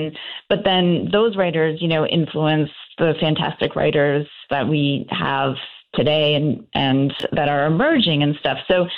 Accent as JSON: {"language": "English", "region": "New England", "country": "United States", "tie": "born or raised there", "said": "I'm from New England. I grew up here, and I live just outside of Boston"}